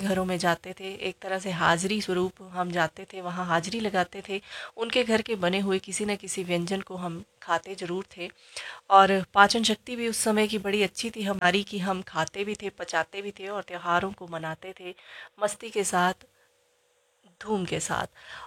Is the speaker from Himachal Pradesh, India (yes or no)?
yes; Himachal Pradesh, India; हमारे हिमाचल के पारंपरिक खाद्य पदार्थ